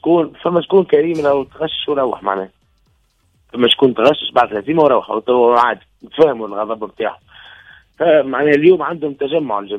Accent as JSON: {"language": "Arabic", "country": "Tunisia"}